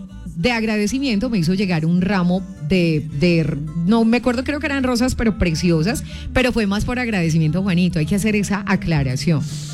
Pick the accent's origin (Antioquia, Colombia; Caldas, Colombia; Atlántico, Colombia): Caldas, Colombia; Manzanares; de que es casi paisana, no es de Manzanares, pero es de Pensilvania Caldas. Es ahí súper cerquita de mi tierra.